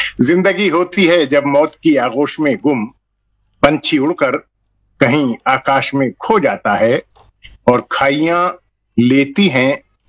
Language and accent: Hindi; Uttar Pradesh, India; moved away as an adult; now in Moradabad, India; मैं मुरादाबाद जनपद के पास ही एक गांव है पूरी रवाना